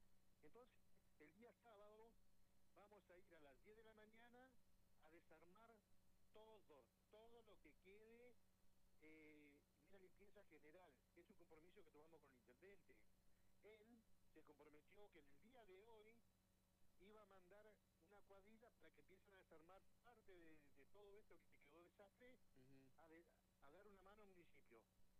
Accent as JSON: {"language": "Spanish", "town": "Caviahue", "region": "Neuquén", "country": "Argentina", "said": "yo soy de Cabiagüe, yo vivo en Cabiagüe."}